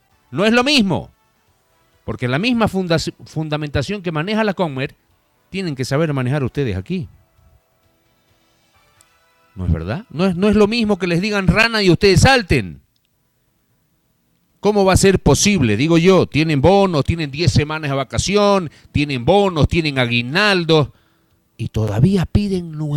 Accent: Bolivia; como muchos bolivianos seguramente

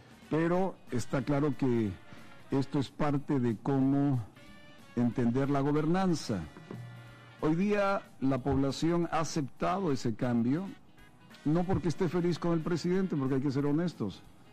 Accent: Bolivia

